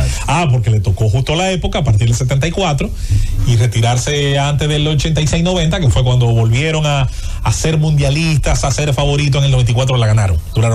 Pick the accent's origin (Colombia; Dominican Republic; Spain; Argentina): Dominican Republic; me conviene como dominicano